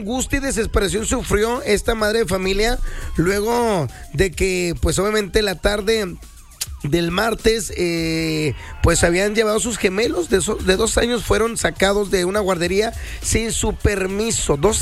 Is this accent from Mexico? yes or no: yes; Mexico; No, yo soy, obviamente, se me nota, güey, que claro, soy súper mexicano, güey.